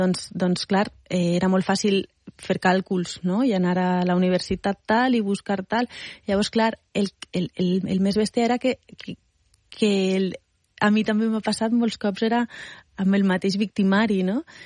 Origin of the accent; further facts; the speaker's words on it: Valencian Community, Spain; Soc valenciana.